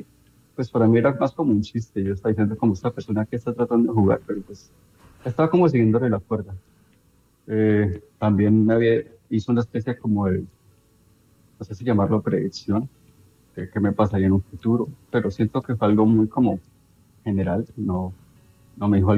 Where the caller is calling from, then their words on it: Canada; Desde Frankfurt, Canadá.